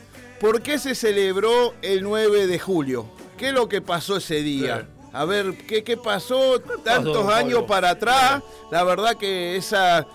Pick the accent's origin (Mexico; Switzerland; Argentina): Argentina; hoy somos argentinos.